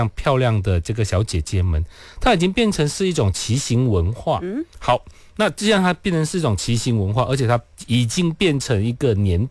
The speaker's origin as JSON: {"language": "Chinese", "country": "Malaysia", "said": "我们马来西亚人特别喜欢这种就是破世界纪录"}